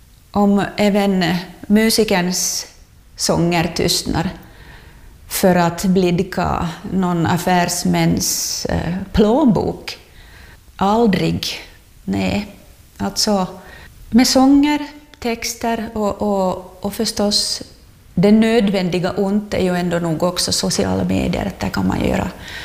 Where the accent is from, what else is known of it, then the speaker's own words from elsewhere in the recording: Finland; born there; vilken rikedom jag är född i, Finland alltså.